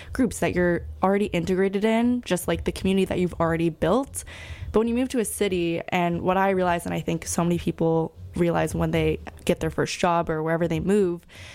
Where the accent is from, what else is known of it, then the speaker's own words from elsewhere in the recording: East Coast, United States; moved away as an adult; now in San Francisco, United States; when I first moved to San Francisco, and I thought, well, I don't know many people here. I'm from the East Coast originally.